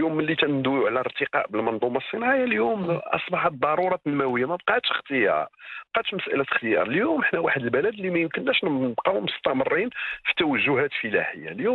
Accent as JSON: {"language": "Arabic", "country": "Morocco", "said": "عندنا في المغرب"}